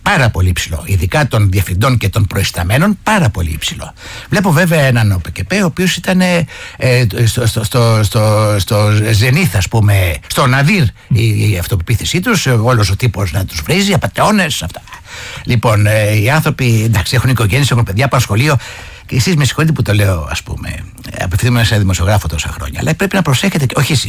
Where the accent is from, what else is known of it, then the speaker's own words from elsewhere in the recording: Thessaly, Greece; Από τη Θεσσαλία, που είμαι εγώ